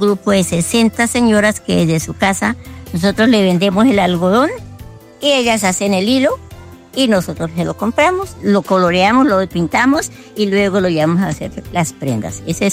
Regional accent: Charalá, Santander, Colombia; Somos acá de Charalá

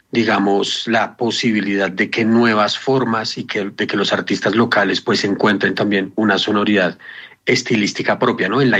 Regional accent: Bogotá, Colombia; yo soy Rolo, de acá de Bogotá.

